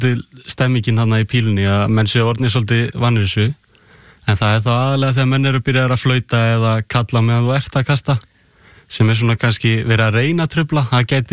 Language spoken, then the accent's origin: Icelandic; Grindavík, Southern Peninsula, Iceland; Ég úr Grindavík, þannig að það mikil pínumenning þar.